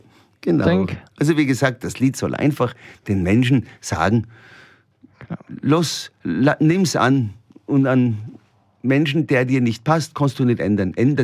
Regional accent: Mauterndorf, Salzburg, Austria; Und wir alle sind aufgewachsen am Berghof Jackelbauer, am Bauernhof am Pfanningberg in Mauterndorf.

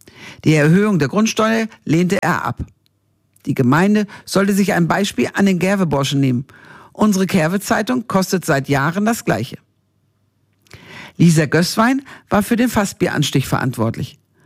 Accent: Northern Germany, Germany; moved away; für mich als Norddeutsche

